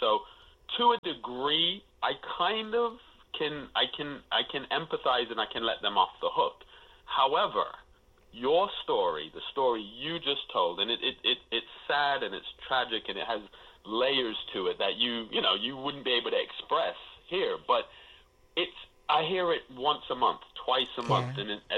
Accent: Jamaica; as someone who, you know, we're Jamaican, right? So we're West Indian.

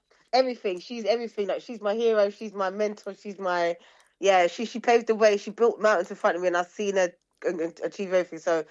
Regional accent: Germany; moved away; also born or lived in Oxted, Surrey; I grew up in Germany from the age of 4 till 18.

